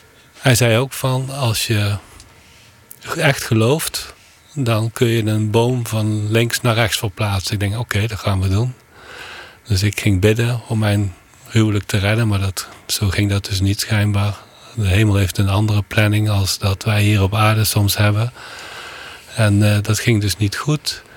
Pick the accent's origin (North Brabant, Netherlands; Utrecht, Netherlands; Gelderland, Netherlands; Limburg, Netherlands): Limburg, Netherlands; Landgraaf; ik kom uit Landgraaf. Dat ligt in de buurt van Heerlen, Kerkrade.